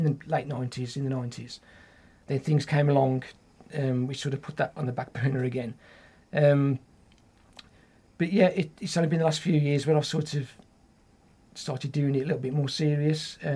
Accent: Tipton, West Midlands, United Kingdom; also born or lived in West Bromwich / Oldbury / Pensnett; I've always lived in the Black Country. I was born in West Bromwich, grew up in Tipton, lived there till I got married. And then, but I've always lived in like Oldbury, lived in Pensnet, the Black Country area.

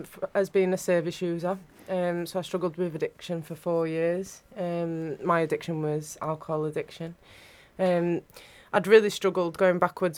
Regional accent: England, United Kingdom; accent: Northern; moved away; I'm not from around here, you can tell with my accent.

